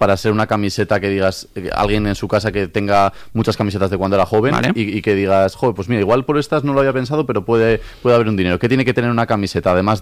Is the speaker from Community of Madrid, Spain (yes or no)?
no; Bilbao, Basque Country, Spain; Yo soy de Bilbao.